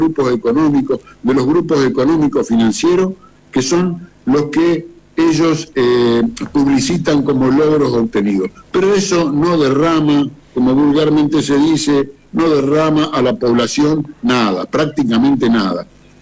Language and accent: Spanish; Argentina; nosotros como argentinos